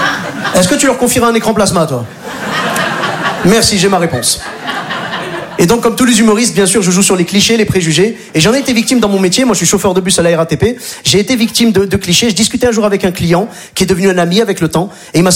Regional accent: Clermont-Ferrand, Auvergne-Rhône-Alpes, France; also born or lived in Bordeaux; now in Paris, France

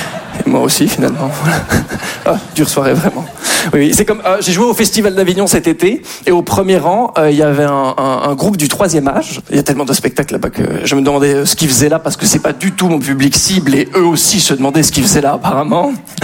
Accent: Belgium; Je suis belge.

